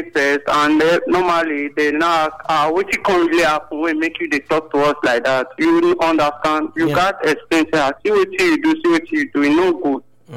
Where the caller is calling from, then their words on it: Benin City, Edo, Nigeria; I'm calling from Benin, Ramat Park.